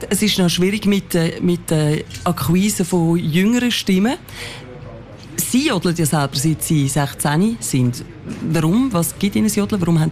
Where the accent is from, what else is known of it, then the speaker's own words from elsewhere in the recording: Zurich, Switzerland; Ich als Zürcherin darf mich ja selber über Zürcherinnen und Zürcher lustig machen.